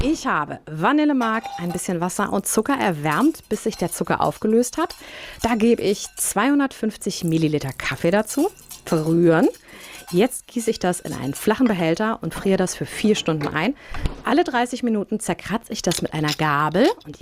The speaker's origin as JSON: {"language": "German", "region": "North Rhine-Westphalia", "country": "Germany", "tie": "born or raised there", "said": "So klang er zumindest in meiner Kindheit am Niederrhein."}